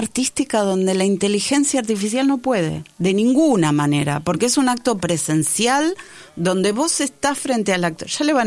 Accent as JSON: {"language": "Spanish", "region": "Buenos Aires", "country": "Argentina", "tie": "born or raised there", "said": "Nací en Parque Chacabuco y sigo en Parque Chacabuco."}